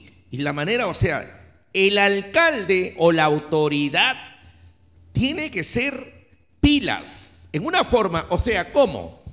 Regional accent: Olmos, Lambayeque, Peru; necesito dinero para hacer obras para mi pueblo de Olmos.

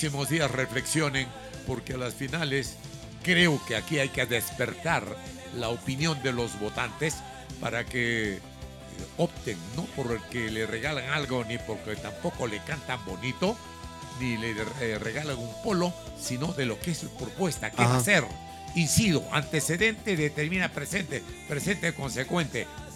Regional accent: Sihuas, Ancash, Peru; de ir de Chimbote a mi tierra, Siwa

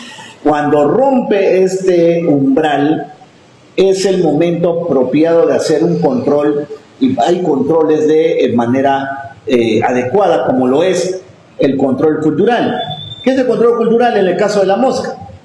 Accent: Peru; Si somos capital cafetalera de Perú

